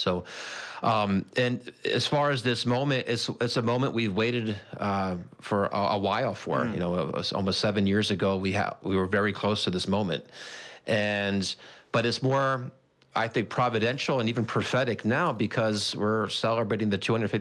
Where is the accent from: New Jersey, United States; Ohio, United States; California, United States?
New Jersey, United States; Even though I'm originally from New Jersey, so it's a little bit different.